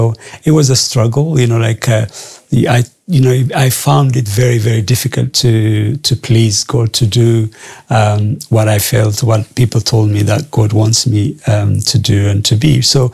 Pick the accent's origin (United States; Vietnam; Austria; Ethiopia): Ethiopia; Addis Ababa; also born or lived in Jimma, Ethiopia; now in United Kingdom; So I was born in a place called Jimma, which is, I think, 300 kilometers outside of Addis, the capital city. But I grew up in Addis, in the capital, until I came to Britain.